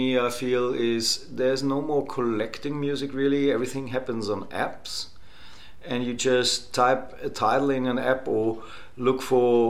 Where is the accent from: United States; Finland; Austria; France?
Austria; I think it was, I'm from Austria, obviously